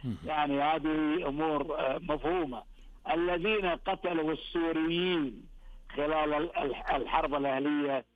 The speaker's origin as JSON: {"language": "Arabic", "country": "Kuwait", "said": "يعني أنا أذكر عندنا في الكويت"}